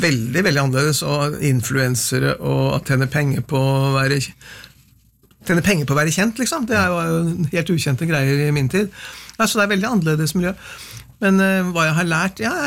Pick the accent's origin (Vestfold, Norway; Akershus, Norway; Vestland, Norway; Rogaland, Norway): Akershus, Norway; Kløfta; born or raised there